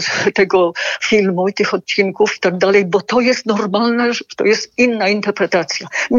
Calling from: Masovian Voivodeship, Poland; Dzwonię spod Warszawy.

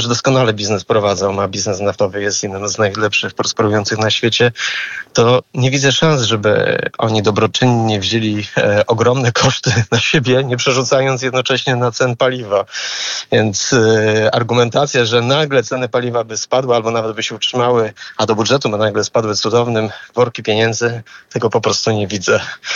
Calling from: Warsaw, Masovian Voivodeship, Poland; z Warszawy

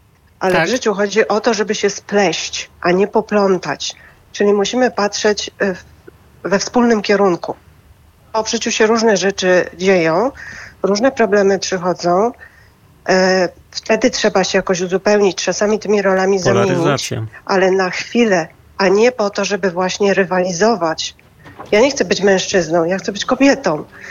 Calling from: Łódź, Łódź Voivodeship, Poland; ja dzwonię z Łodzi.

